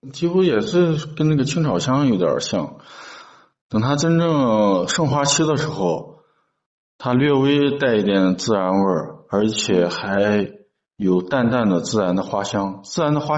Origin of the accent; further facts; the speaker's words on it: Henan, China; now in Xinjiang, China; 在北京或者在我们河南那边，常吃的有一个香料蔬菜叫茴香